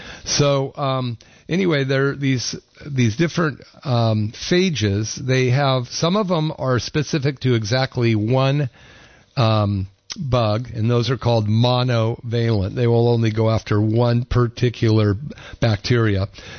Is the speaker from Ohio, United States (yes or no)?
no; Berkeley, California, United States; I would listen to all of the rock and roll from the 70s when I grew up in Berkeley